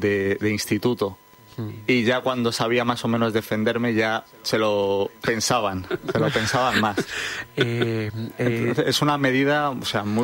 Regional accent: Valladolid, Castile and León, Spain; born there; Pues yo nací en Valladolid y fue a los 8 o 9 años más o menos de edad.

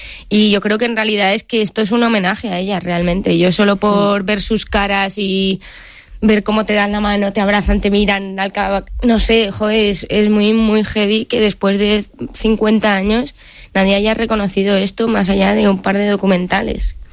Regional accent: Madrid, Community of Madrid, Spain; viví una adolescencia en la que yo también que soy de Madrid el feminismo

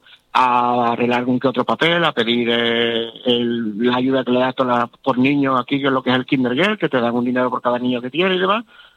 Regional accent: El Puerto de Santa María, Andalusia, Spain; moved away; Soy del Puerto Santa María.

